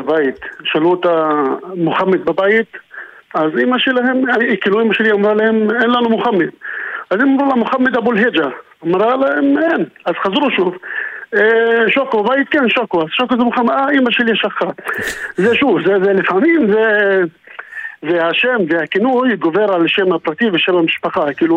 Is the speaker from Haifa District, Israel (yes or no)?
no; Tamra, Northern District, Israel; אז אוקיי, אני באתי מיאיר תמרה